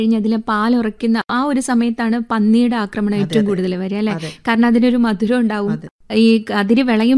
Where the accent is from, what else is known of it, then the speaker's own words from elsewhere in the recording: Wayanad, Kerala, India; നമ്മുടെ വയനാടിനെ കുറിച്ച് പറയുമ്പോൾ